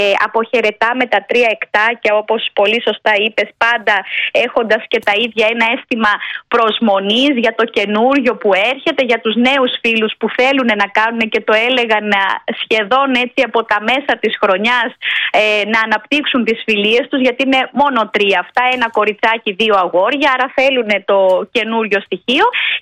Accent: Pyrgaki, Peloponnese, Greece; moved away as an adult; also born or lived in Ioannina; now in Anopoli, Sfakia, Greece; Εγώ είμαι από την Νότιο Δυτική Πελοπόννησο, νομός Μεσσηνίας, Πυργάκι το χωριό μου.

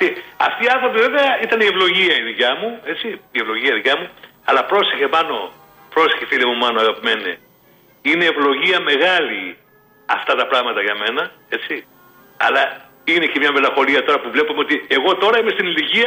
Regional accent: Central Greece, Greece; moved away; τον Αύγουστο είχα μια συναυλία στην πατρίδα μου και σε ένα χωριό που λέγεται Αγιάννης, που είναι κοντά στο Αλιβέρι

